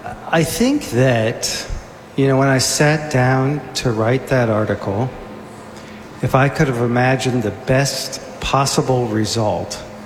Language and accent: English; Dayton, Ohio, United States; You know, when I was growing up in Dayton, I'm a Dayton boy, nobody was talking about the Cheez-It.